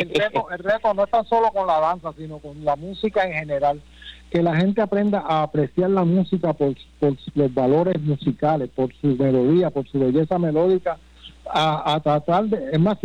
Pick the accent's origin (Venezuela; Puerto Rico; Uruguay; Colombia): Puerto Rico; San Germán; now in Mayagüez, Puerto Rico; Llevo viviendo aquí más que lo que vivo en San Germán, pero aún así soy sanjermeño.